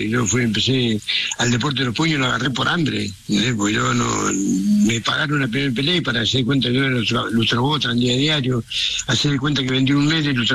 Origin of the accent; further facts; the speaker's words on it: Caleta Olivia, Santa Cruz, Argentina; Mirá, imagínate que pasó en mi pueblo, en Caleta Olivia, que fui hace dos semanas